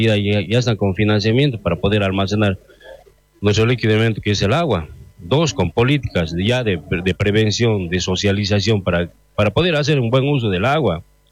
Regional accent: Tarija, Bolivia; todos nosotros como pueblo tarijeño y como pueblo boliviano

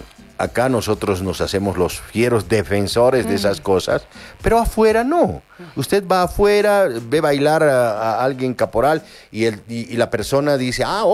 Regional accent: Bolivia

